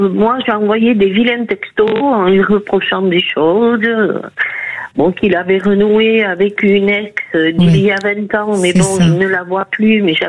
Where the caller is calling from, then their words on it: Nouvelle-Aquitaine, France; Je vous appelle du 64, Nouvelle-Aquitaine.